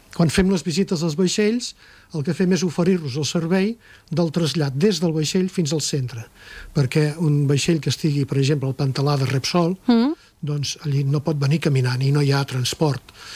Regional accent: Catalonia, Spain; born or raised there

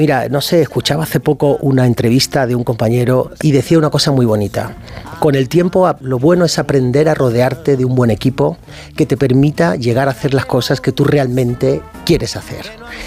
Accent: Malaga, Andalusia, Spain; Soy de Málaga y eso se nota, claro.

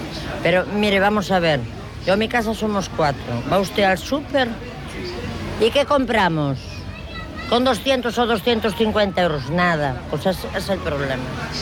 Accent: Vilagarcía de Arousa, Galicia, Spain; Yo soy de Villa García de Rosa, muchísimo.

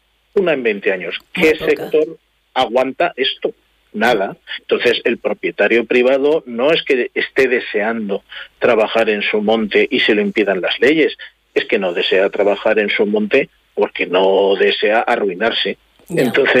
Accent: Aragon, Spain

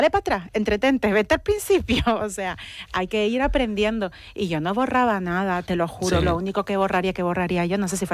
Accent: Las Palmas de Gran Canaria, Canary Islands, Spain; me crié en el Risco de San Nicolás y está al lado San Roque

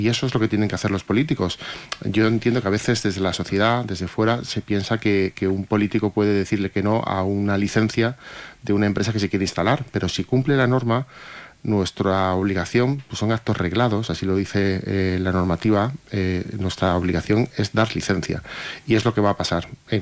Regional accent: Azuqueca de Henares, Castilla-La Mancha, Spain; yo he sido alcalde y a mí me han propuesto en mi pueblo, en Azuqueca, poner zona azul

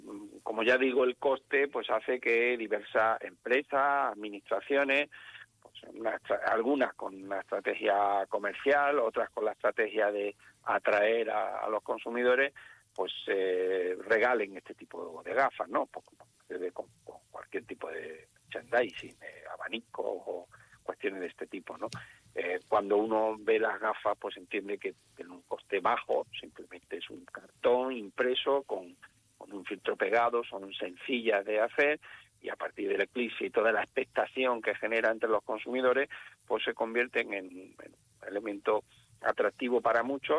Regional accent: Granada, Andalusia, Spain; Sí, señor, a mucha honra y encantado de hablar en Granada, que es mi tierra de la que yo hago patria constantemente.

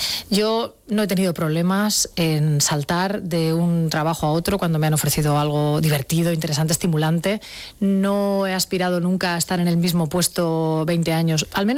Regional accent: Sant Feliu de Llobregat, Catalonia, Spain

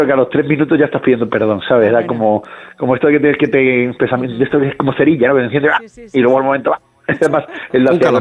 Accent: Cádiz, Andalusia, Spain; No, yo además me crié en Cádiz, con lo cual

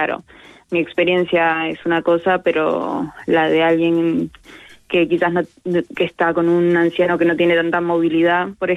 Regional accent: Argentina; now in Madrid, Spain; yo soy argentina, pero estoy estudiando aquí en Madrid

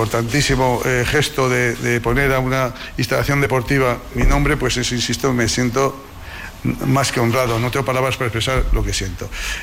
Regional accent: Haro, La Rioja, Spain; born there; moved away; cuando ya me acerco a mi tierra

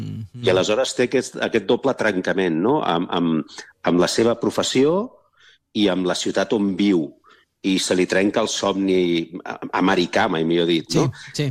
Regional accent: Sant Joan de les Abadesses, Catalonia, Spain; la setmana passada vaig fer una celebració de gent que fèiem 50 anys al meu poble, que és Sant Joan de les Abadesses, i parlant amb un dels meus amics de tota la vida d'allà

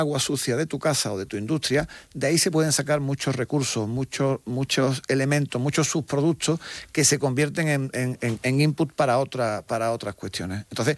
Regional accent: Spain; Porque lo que sí hacemos bien los españoles es, cuando nos dan una nota de que hay que ahorrar agua y tal, hacerlo.

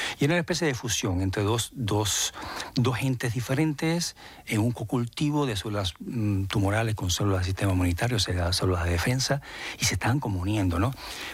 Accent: Cuba; Pero como buen cubano me encanta el ballet.

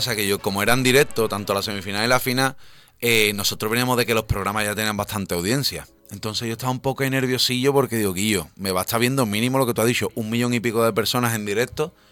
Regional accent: Cádiz, Andalusia, Spain; Yo soy el tío más orgulloso del mundo de ser aquí de Cádiz.

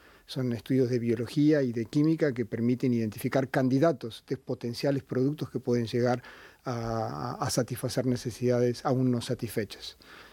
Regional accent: Argentina; also born or lived in Brazil / China; Como argentino, viví 5 años en Brasil.

